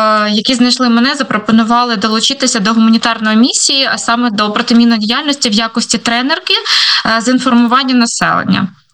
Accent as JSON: {"language": "Ukrainian", "region": "Luhansk Oblast", "country": "Ukraine", "tie": "born or raised there", "said": "Я сама родом з Донбасу, з Луганської області"}